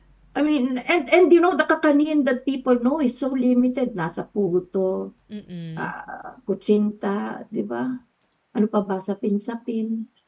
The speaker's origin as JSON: {"language": "Tagalog", "region": "Luzon", "country": "Philippines", "said": "Napakaganda nating tao at hindi tayo maganda lang kasi taga Luzon ako"}